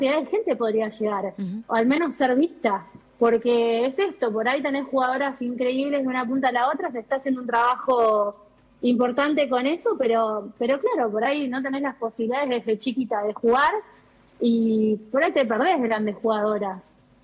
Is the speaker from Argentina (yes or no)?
yes; Buenos Aires, Argentina; yo en realidad hice toda mi carrera en Buenos Aires, porque soy de Buenos Aires